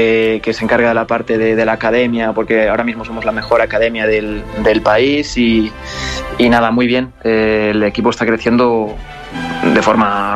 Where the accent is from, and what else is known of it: Spain